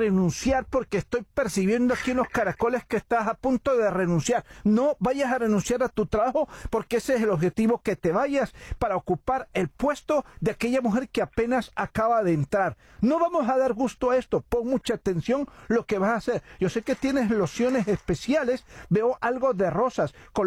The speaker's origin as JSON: {"language": "Spanish", "town": "Catemaco", "region": "Veracruz", "country": "Mexico", "said": "de donde yo vengo, en Catemaco, Veracruz, no andamos por las ramas."}